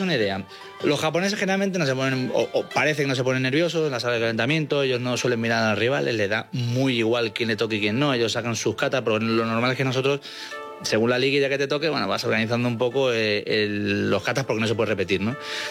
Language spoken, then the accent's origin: Spanish; Málaga, Andalusia, Spain; moved away as an adult; Yo soy de Málaga, obviamente, estudié el bachillerato en Málaga. Y cuando me iba a mudar, en el 2002 estamos hablando, estaba o Madrid